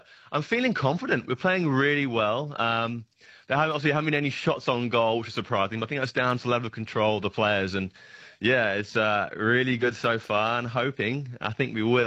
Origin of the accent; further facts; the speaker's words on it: Birmingham, West Midlands, United Kingdom; Well, I'm from Birmingham, and there's two great Birmingham starters today.